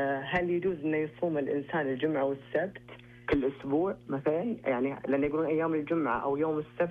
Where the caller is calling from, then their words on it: Dammam, Eastern Province, Saudi Arabia; من منطقة الدمام.